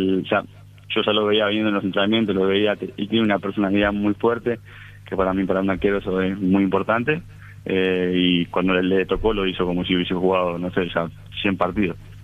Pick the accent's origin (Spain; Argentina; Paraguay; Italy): Argentina; Buenos Aires; moved away; Yo soy de Buenos Aires.